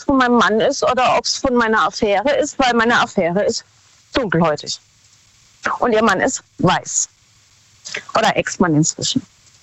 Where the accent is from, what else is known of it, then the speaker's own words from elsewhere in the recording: Baden-Württemberg, Germany; Von Baden-Württemberg. Nähe Karlsruhe.